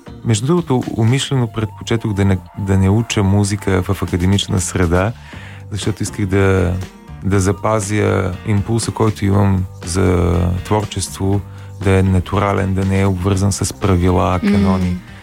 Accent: Kavarna, Dobrich Province, Bulgaria; Аз съм отраснал в Каварна, едно малко крайморско градче.

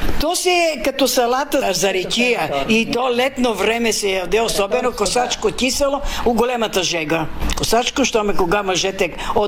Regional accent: Vidin Province, Bulgaria; Родена съм в Белоградчишко село на 12 км Паравуш.

